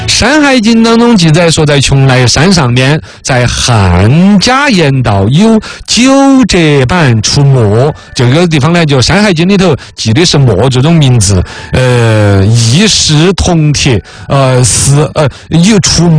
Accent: China

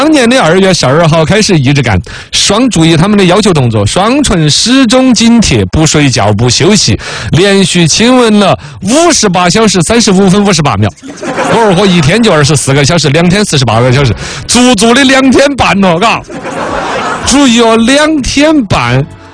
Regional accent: China

